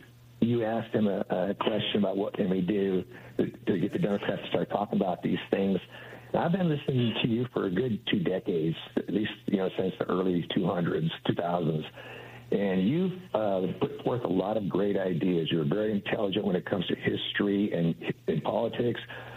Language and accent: English; California, United States; And this is to Adam Schiff and to Alex Padilla, because I'm from California.